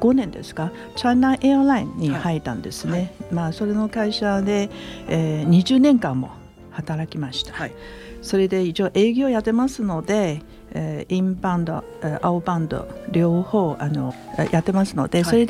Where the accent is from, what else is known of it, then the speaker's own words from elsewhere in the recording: Taiwan; moved away as an adult; now in Japan; 台湾の出身なんですけど、大学卒業したら日本に参りました。もう早いんですね。47年も日本にいました。